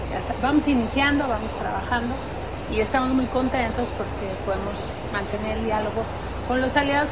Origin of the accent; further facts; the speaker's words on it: Mexico City, Mexico; Hoy venimos a acompañar a la presidenta al informe de la ciudad, como buena chilanga que somos.